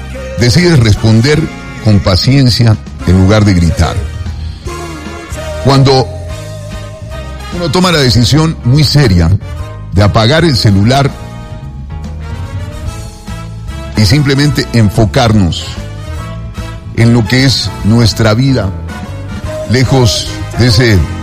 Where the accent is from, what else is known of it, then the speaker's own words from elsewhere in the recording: Ecuador; born there; tú, yo, fuimos los privilegiados de nacer en él, y encima nacimos en el Ecuador